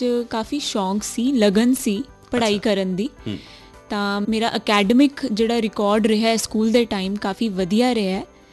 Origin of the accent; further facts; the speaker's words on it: Rajpura, Punjab, India; also born or lived in Chandigarh; ਮੈਂ ਪਟਿਆਲਾ ਜ਼ਿਲ੍ਹੇ ਤੋਂ ਬਿਲੋਂਗ ਕਰਦੀ ਹਾਂ। ਰਾਜਪੁਰਾ ਸ਼ਹਿਰ ਦੇ ਨੇੜੇ ਪਿੰਡ ਮਦਨਪੁਰ, ਉੱਥੋਂ ਦੀ ਮੈਂ ਰਹਿਣ ਵਾਲੀ ਹਾਂ